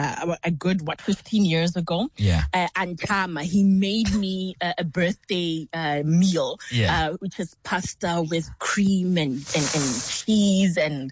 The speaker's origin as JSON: {"language": "English", "country": "Lesotho", "tie": "born or raised there", "said": "Yes. So I was born and raised in Lesotho."}